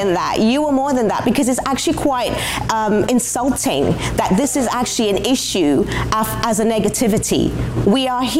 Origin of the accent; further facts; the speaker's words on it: South Africa; I'm from South Africa.